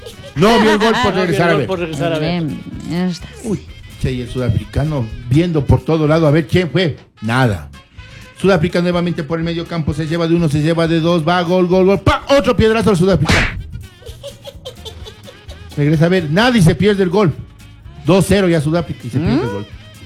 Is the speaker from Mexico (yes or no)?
yes; Mexico; Antes que nada, no somos así los mexicanos.